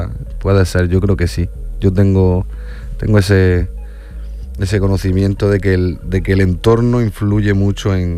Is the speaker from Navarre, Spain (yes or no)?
no; Almería, Andalusia, Spain; Yo soy de aquí, de Almería. Nací aquí. Mi padre es de Argelia, pero yo soy de... O sea, nací aquí en Almería, yo soy español.